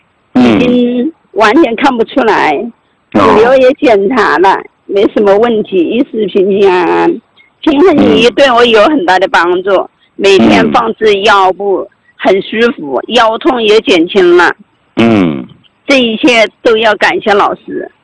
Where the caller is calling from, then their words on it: Guangzhou, Guangdong, China; 我是来自广东广州地区的，